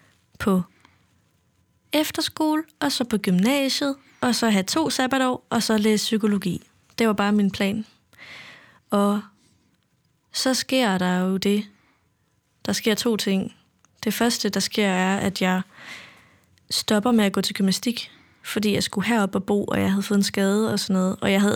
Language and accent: Danish; Central Denmark Region, Denmark; Ja. Ja, en lille bitte landsby i Vestjylland.